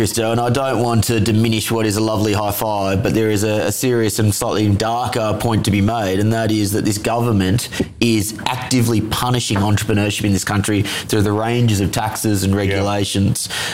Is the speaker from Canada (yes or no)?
no; Australia; As an Australian, I do giggle when I hear about a 28 degree heat wave.